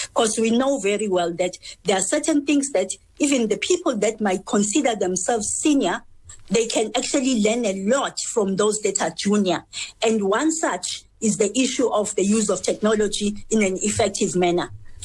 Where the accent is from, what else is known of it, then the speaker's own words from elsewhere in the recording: South Africa; even including us as South African